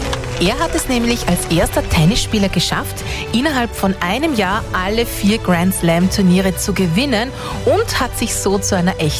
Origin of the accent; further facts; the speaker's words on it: Austria; Bei uns in Österreich ist es ein Riesenhit geworden, sogar 6 Wochen auf Platz 1.